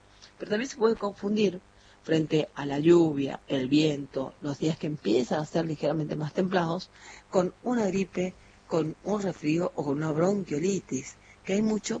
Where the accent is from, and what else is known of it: Bellavista, Corrientes, Argentina